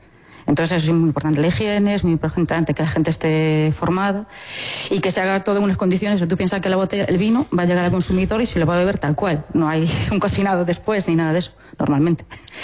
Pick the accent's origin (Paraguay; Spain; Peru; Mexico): Spain; Vilagarcía de Arousa, Galicia; Tenemos el referente de donde yo soy, de Villa García de Rousa